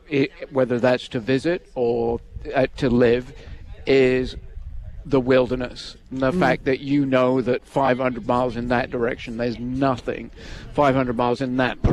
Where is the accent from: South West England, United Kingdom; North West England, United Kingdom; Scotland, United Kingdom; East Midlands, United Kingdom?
South West England, United Kingdom; Devon; now in Alaska, United States; I am from Devon, which is the southwest corner.